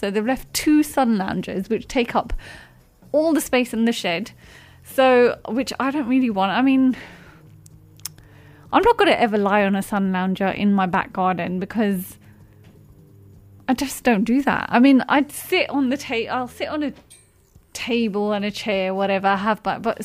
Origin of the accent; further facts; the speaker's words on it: England, United Kingdom; We're English. Well, I'm English.